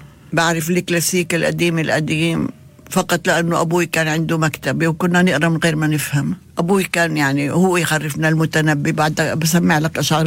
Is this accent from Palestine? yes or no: yes; Palestine; كفلسطينية،